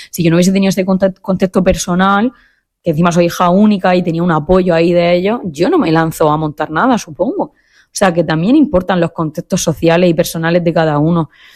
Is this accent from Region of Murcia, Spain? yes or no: yes; Cartagena, Region of Murcia, Spain; yo soy de Cartagena